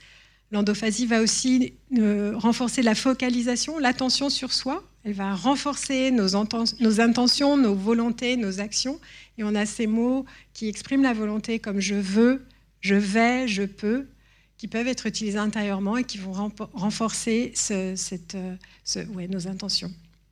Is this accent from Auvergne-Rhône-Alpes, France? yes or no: yes; Grenoble, Auvergne-Rhône-Alpes, France; je suis grenobloise